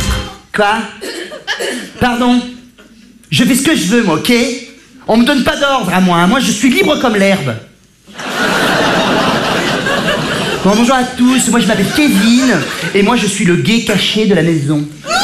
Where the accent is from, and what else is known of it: Provence-Alpes-Côte d'Azur, France